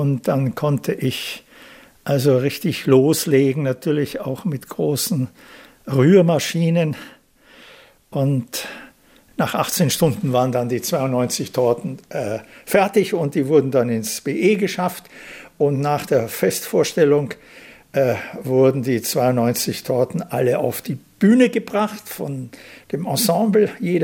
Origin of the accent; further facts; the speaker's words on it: Vienna, Austria; born there; Ich bin ja auch in Wien geboren, ja. Also ich fühle mich tatsächlich immer noch als Wiener, nicht? Und das ist meine Heimat